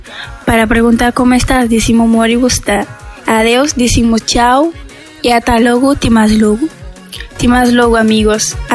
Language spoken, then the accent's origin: Portuguese; Santiago, Cape Verde; accent: Badiu; Eu sou Badia porque sou da ilha de Santiago.